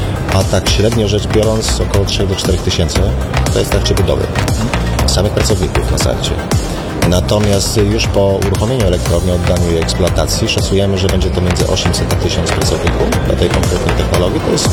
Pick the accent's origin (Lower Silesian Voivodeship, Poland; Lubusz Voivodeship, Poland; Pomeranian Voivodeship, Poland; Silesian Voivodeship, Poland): Pomeranian Voivodeship, Poland; jestem Pomorzaninem. Nie urodziłem się w Gdańsku, ale jestem z Pomorza